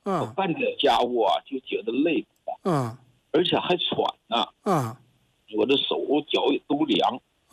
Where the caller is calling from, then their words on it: Jilin, China; 我是吉林的。我今年78岁了。